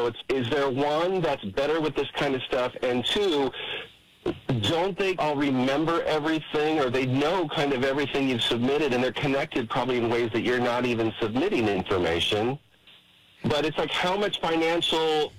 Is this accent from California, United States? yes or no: yes; California, United States; now in Michigan, United States; I'm originally from California, so they're still in California, but I'm in here in Michigan.